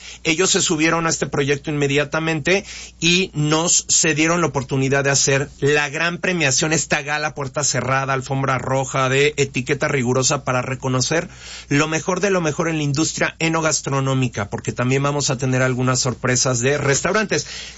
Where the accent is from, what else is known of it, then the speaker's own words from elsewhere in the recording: Mexico; yo como mexicano dirigiendo las Américas